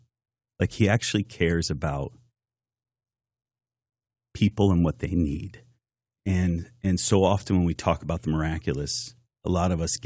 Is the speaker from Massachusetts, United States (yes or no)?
yes; Massachusetts, United States